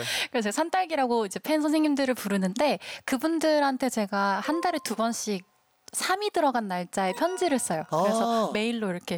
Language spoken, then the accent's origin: Korean; South Korea; 지금 제가 한국인이니까 제 안에 있는 음악 같아요.